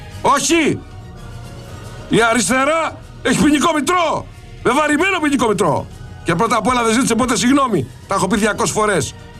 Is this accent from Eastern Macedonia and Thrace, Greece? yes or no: no; Mystras, Peloponnese, Greece; στα μέρη μου, στο Μιστρά.